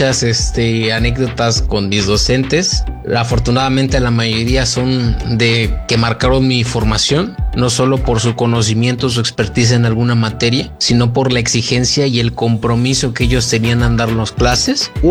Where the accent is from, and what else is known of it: Huejutla de Reyes, Hidalgo, Mexico